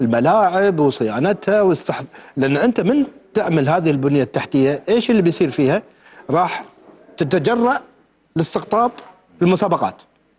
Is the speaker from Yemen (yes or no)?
no; Qatar; عندنا في قطر